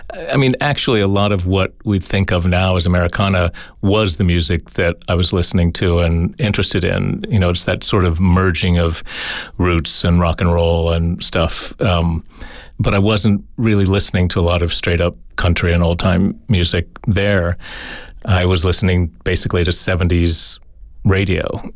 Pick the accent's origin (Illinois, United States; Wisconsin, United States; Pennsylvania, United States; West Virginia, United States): West Virginia, United States; I grew up in West Virginia